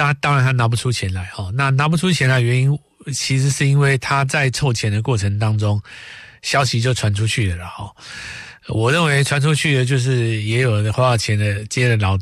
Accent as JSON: {"language": "Chinese", "country": "Taiwan", "said": "那我们台湾这边的话，"}